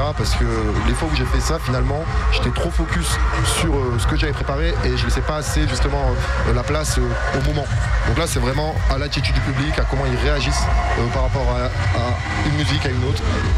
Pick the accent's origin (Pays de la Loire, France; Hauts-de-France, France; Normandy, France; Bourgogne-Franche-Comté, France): Hauts-de-France, France; Wasquehal; moi je suis originaire de Lille, plus exactement Wascal.